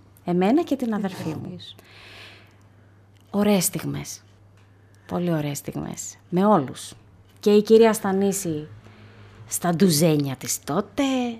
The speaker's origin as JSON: {"language": "Greek", "town": "Thessaloniki", "region": "Central Macedonia", "country": "Greece", "tie": "born or raised there", "said": "Είμαι γέννημα θρέμα Θεσσαλονικιά και οι γονείς μου είναι Σεραίοι."}